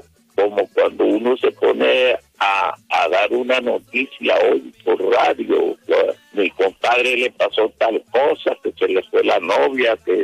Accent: El Paso, Cesar, Colombia; Somos nativos del Paso César. nací en el año de 1932.

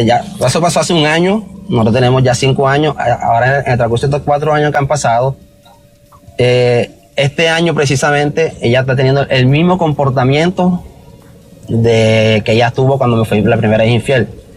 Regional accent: Caribbean Region, Colombia; porque yo soy costeño, ella es paisa, y no puede encajar en ese sistema de ellos.

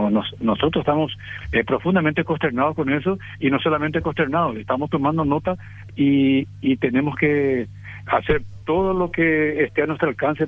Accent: Paraguay; Somos fuerzas de seguridad, somos paraguayos

